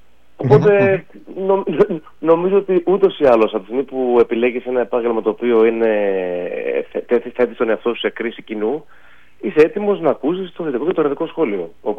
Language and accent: Greek; Patras, Western Greece, Greece; όπως είμαστε τυχεροί ως πατρινός και εγώ να έχουμε αυτό το χώρο στην πόλη μας